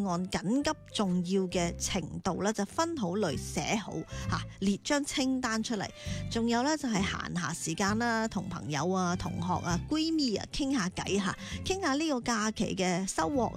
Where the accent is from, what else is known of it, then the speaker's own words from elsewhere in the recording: Guangdong, China; 我哋广东人